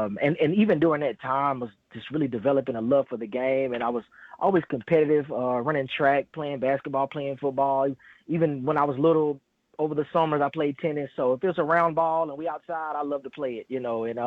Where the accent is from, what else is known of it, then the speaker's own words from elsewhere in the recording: Dallas, Texas, United States; being a Dallas boy, I grew up born and raised in Dallas.